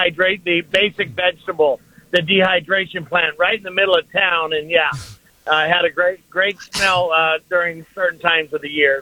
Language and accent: English; Vacaville, California, United States; also born or lived in Hawaii; So I'm an old Vacan. You and I are the same age, and I grew up in Vacaville and born and raised Californian.